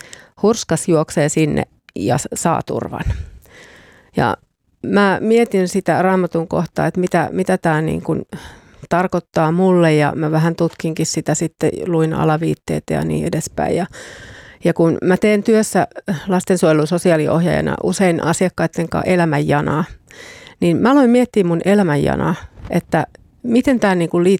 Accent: Eastern Finland, Finland; born or raised there

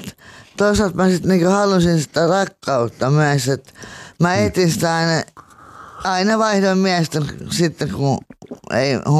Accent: Helsinki, Uusimaa, Finland; Mä oon Kanelmäestä.

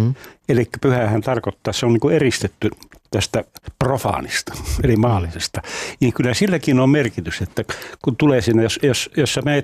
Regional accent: Rovaniemi, Lapland, Finland; Ja kun mä Rovaniemeltä kotoisin, sellainen valtava alttarifresko, joka siellä on

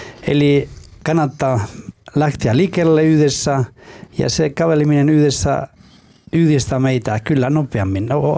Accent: Basque Country, Spain; Finnish is a second language; now in Finland; tämä on niin kuin Pohjoismaiden niin kuin Baskimaa, koska olen kotoisin Baskimaasta.

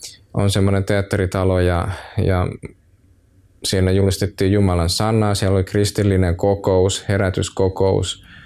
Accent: Heinola, Päijät-Häme, Finland; now in Helsinki, Finland; Mä oon Heinolasta kotoisin ja siellä mulla on vanhemmat, asuttiin pitkän aikaa siellä Heinolassa

